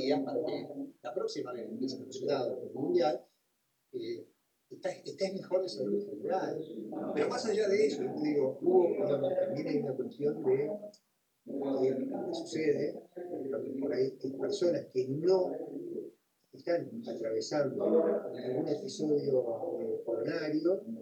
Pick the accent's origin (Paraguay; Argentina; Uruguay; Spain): Argentina; no lo veamos como que somos argentinos